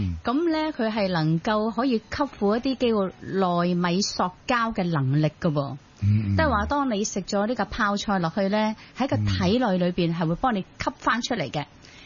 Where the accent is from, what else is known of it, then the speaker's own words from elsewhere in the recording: Guangdong, China; 我哋广东人